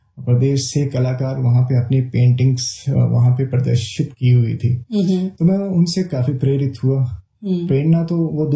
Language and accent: Hindi; Kangra, Himachal Pradesh, India; born there; also born or lived in Ropar, Punjab; मैं नगरोटा सूर्या के समीप एक कटोरा गांव है, वहाँ का रहने वाला हूँ।